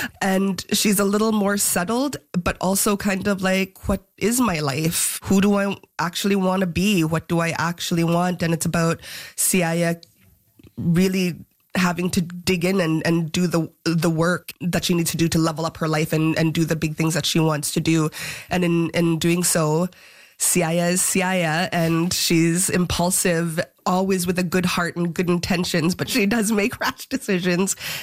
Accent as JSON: {"language": "English", "town": "Kugluktuk", "region": "Nunavut", "country": "Canada", "tie": "born or raised there", "said": "I've been blessed with many wonderful aunties in my life, both in my hometown of Kogloktok, where I grew up, and in Iqaluit."}